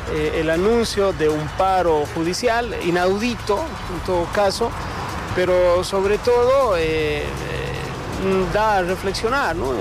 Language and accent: Spanish; Bolivia; y más me duele como boliviano.